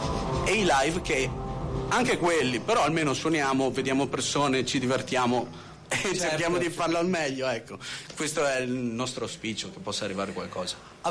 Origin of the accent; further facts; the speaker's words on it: Verona, Veneto, Italy; Veniamo da Verona